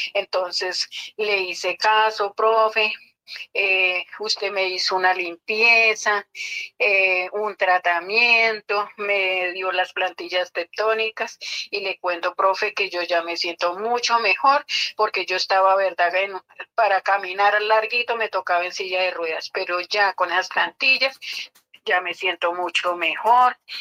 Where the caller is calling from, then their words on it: Bogotá, Bogotá D.C., Colombia; vivo en Bogotá, en el barrio El Tunal.